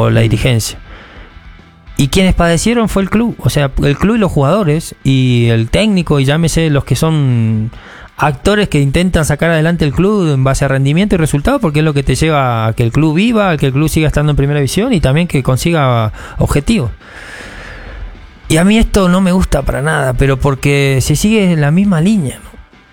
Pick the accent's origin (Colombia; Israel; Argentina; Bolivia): Argentina; now in Cuenca, Ecuador; por lo menos como argentino, no es tanto la política, sino es el país, allá en Argentina.